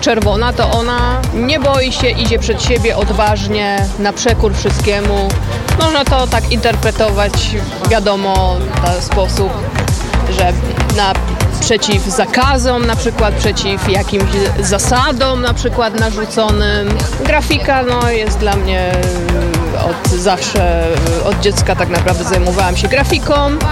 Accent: Zalasewo, Greater Poland Voivodeship, Poland; also born or lived in Gniezno; pochodzę z Podpoznania, dokładnie to z Zalasewa, to jest tuż pod Swarzędzem. Pochodzę z Gniezna, z pierwszej stolicy Polski, z którym się dość silnie identyfikuję, też tam działam.

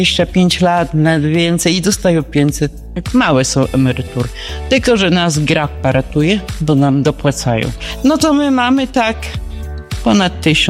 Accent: Kętrzyn, Warmian-Masurian Voivodeship, Poland; moved away as an adult; now in Brussels, Belgium; jestem z Kętrzyna. No i przyjechałam za pieniądzem, jak każdy, nie?

